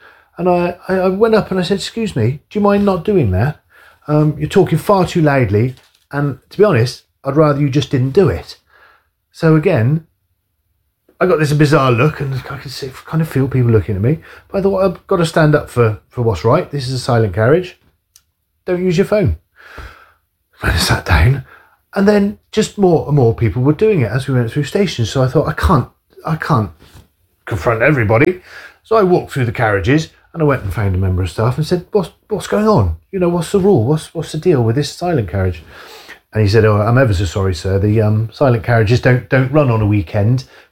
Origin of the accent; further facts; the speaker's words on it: Bristol, South West England, United Kingdom; But growing up in Bristol, we didn't have a metro or an underground. And the two major train stations in Bristol just, to me, have always seemed like somewhere where business people go to London and come back late on the evening.